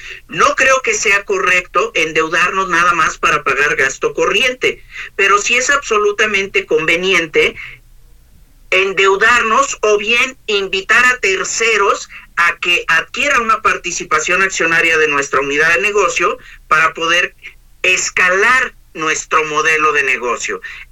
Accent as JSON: {"language": "Spanish", "region": "Mexico City", "country": "Mexico", "tie": "born or raised there", "moved": "yes", "said": "quienes somos originarios de la Ciudad de México"}